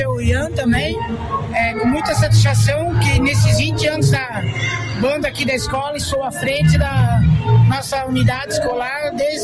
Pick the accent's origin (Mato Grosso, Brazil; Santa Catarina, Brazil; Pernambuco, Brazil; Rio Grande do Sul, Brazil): Santa Catarina, Brazil; Indaial; eu sou natural de Indaial